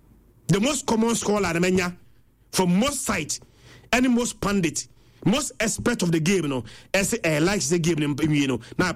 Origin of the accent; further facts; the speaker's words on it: Ghana; And I am a Ghanaian and I'm expecting Semenyo to have a good game.